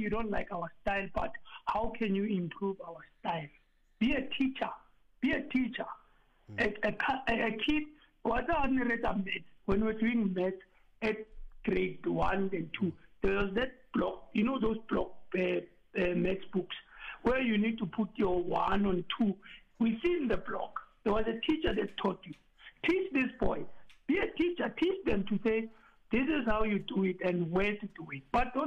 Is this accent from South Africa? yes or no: yes; South Africa